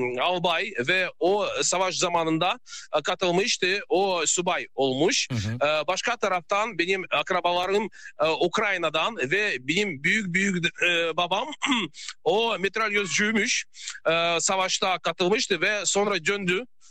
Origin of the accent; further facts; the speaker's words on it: Saint Petersburg, Russia; born there; Turkish is a second language; Evet, benim ailem Sankt Petersburg'dan, ben Petersburg'da doğdum